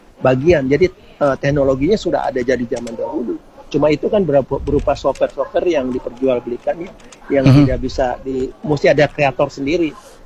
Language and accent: Indonesian; Manado, North Sulawesi, Indonesia; Iya, betul. Kita dari Manado.